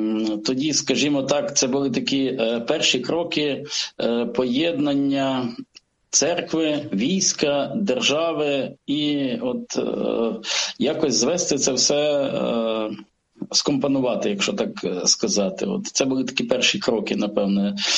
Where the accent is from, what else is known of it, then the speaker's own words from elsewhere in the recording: Lviv Oblast, Ukraine; Я сам родом із Львівської області, тобто виріс в досить такій релігійній побожній родині.